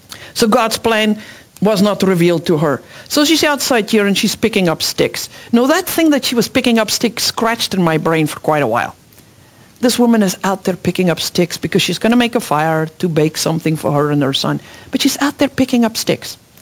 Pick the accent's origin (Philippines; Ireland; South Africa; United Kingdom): South Africa; English is a second language; moved away as an adult; now in United States; I'm an immigrant from South Africa, and when my kids were little, it was very lonely. I couldn't speak English that well.